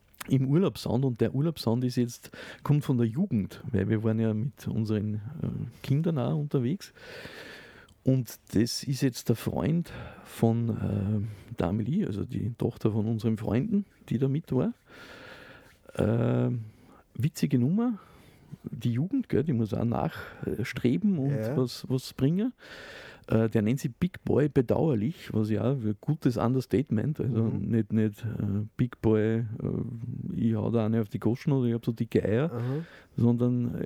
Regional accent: Upper Austria, Austria; Ich als Oberösterreicher muss das jetzt noch bringen.

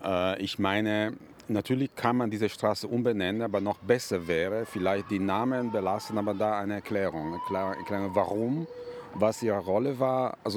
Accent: Italy; moved away; Also ich bin gebürtiger Italiener, ich bin in Italien aufgewachsen.

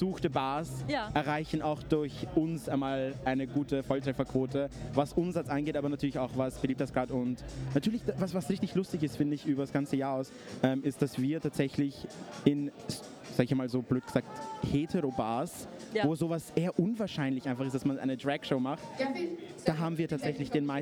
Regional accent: Lower Austria, Austria; Tatsächlich aus Weg? Niederösterreich.

